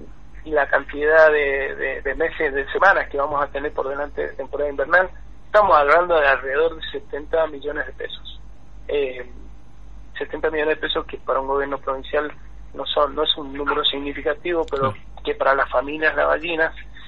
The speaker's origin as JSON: {"language": "Spanish", "country": "Argentina"}